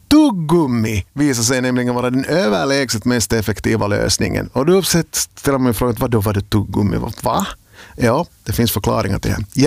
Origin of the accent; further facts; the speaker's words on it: Finland; Och det är alltså det här är inte bara något som vi finländare lider av förstås